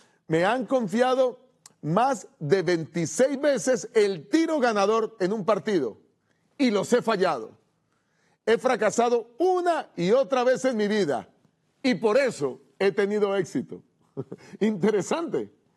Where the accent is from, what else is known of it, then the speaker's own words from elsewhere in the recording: Bogotá, Colombia; la ciudad donde yo estudiaba, en mi país, en la ciudad de Bogotá, en Colombia